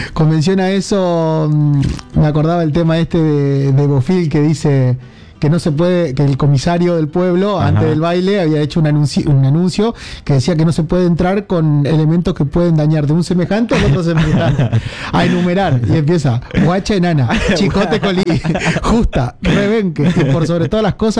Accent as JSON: {"language": "Spanish", "town": "Juan Bernabé Molina", "region": "Santa Fe", "country": "Argentina", "tie": "born or raised there", "moved": "yes", "said": "Estaba allá en mi pueblo, J.B. Molina"}